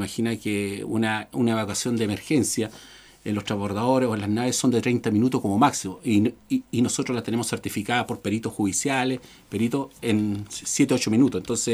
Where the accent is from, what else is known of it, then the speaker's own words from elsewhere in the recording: Ancud, Los Lagos, Chile; estoy acá en Ancud, primero por ser chilote, nacido y criado en Ancud.